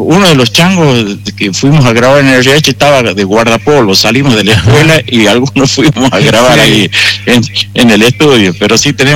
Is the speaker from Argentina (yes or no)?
yes; La Rioja, Argentina; que nos habla de nuestro pueblo, que nos habla de qué sentimos nosotros las personas como riojanos y como país también.